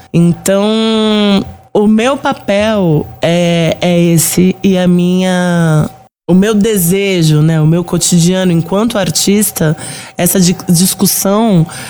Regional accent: São Lourenço, Minas Gerais, Brazil; Mas na infância, como eu cresci em São Lourenço, eu cresci em Minas. Então eu não tava junto diretamente. As minhas primeiras memórias é junto, porque eu era pequena, mas eu fui pra Minas com 3.

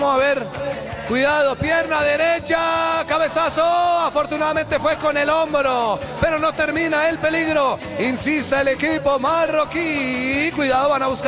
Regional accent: Colombia; Se voltea la arepa en la plazoleta principal como buenos colombianos.

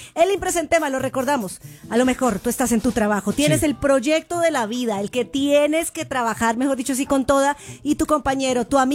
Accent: Bogotá, Colombia; now in Mexico City, Mexico; Rola es el gentilicio que le dicen a la gente en Bogotá, en mi ciudad.

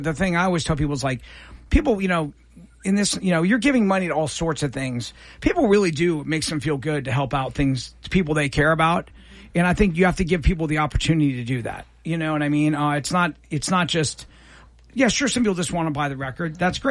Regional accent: Columbus, Ohio, United States; I mean, our first producer, I mean, you know, we grew up in Columbus.

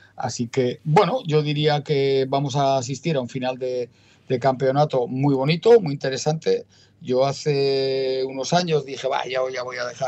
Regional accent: Basque Country, Spain; Soy vasco y no me rajo.

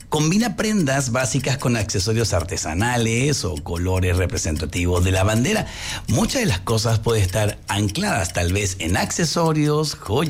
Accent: Chile; now in Mexico; más allá de que sea extranjero, que soy más mexicano, soy el chileno más mexicano de México, la verdad. Ya 29 años me abrazan México

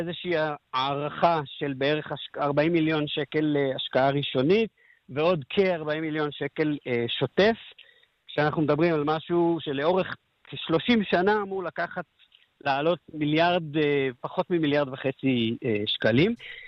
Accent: Eilat, Southern District, Israel; אני בתור אילתי

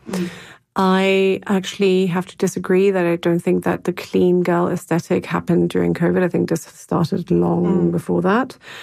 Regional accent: Hamburg, Germany; the flat that I grew up in Hamburg had, it evolved, obviously.

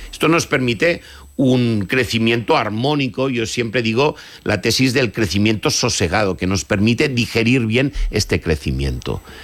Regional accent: Spain

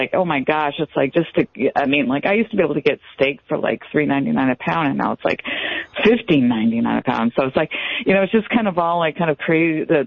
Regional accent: Marysville, Washington, United States; I'm from Marysville, Washington.

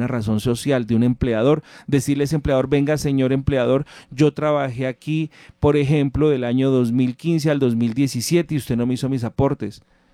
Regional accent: Colombia; Porque como buenos colombianos esperamos hasta el día 30 de abril del 2027.

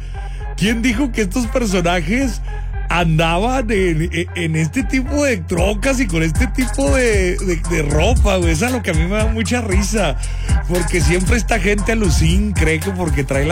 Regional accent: Mexico; nosotros como mexicanos

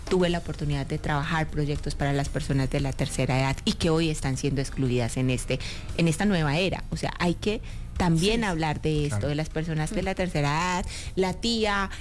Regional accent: Yacopí, Cundinamarca, Colombia; born or raised there

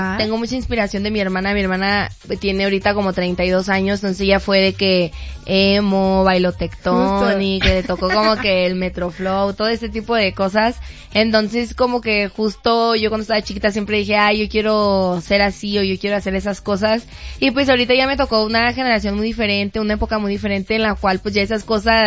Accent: Tijuana, Baja California, Mexico; pero vengo de Tijuana.

